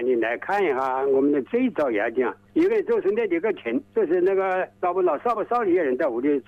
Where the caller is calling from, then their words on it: Yingcheng, Hubei, China; 我应城阳火镇新津街道的